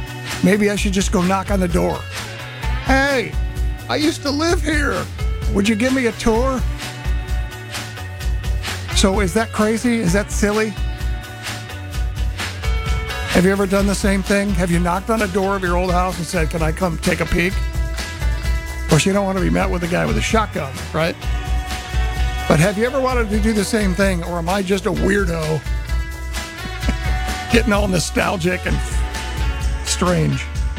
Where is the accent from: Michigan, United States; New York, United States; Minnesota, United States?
Michigan, United States; Portage; one of the houses I grew up in Portage. I won't say where, lower middle class.